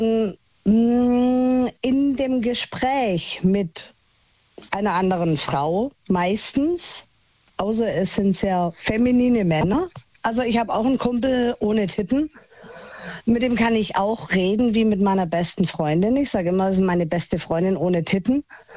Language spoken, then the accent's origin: German; Baden-Württemberg, Germany; Ich komme aus dem Schwabenland und mein Herz ist Schwabe.